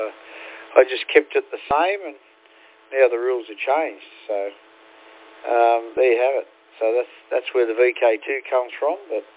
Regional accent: New South Wales, Australia; moved away as an adult; now in Cloncurry, Australia; So, I'm originally from New South Wales, northern New South Wales.

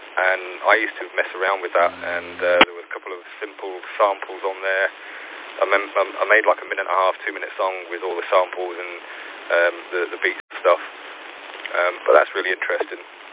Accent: St Helens, North West England, United Kingdom; St. Helens, my hometown. Kind of a shame that I'm back here, really.

